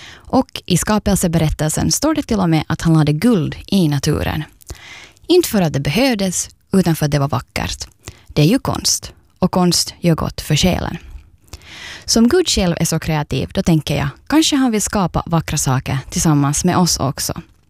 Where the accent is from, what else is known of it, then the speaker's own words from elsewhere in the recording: Ekenäs, Uusimaa, Finland; och jag är från Ekenäs och du lyssnar på Andrum.